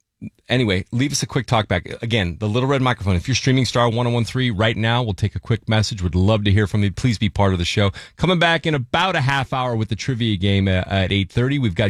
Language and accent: English; Walnut Creek, California, United States; I come from the Nut.